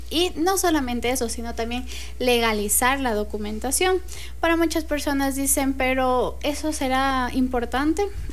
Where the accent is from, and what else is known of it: Ecuador